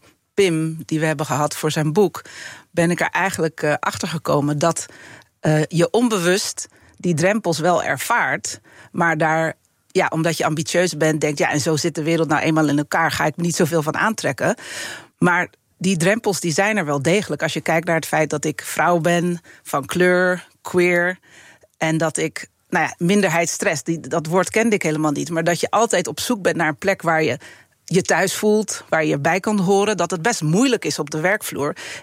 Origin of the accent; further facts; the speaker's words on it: Haarlem, North Holland, Netherlands; ik kom uit Haarlem, ik ben getrouwd met Sabine en wij hebben twee tienerdochters.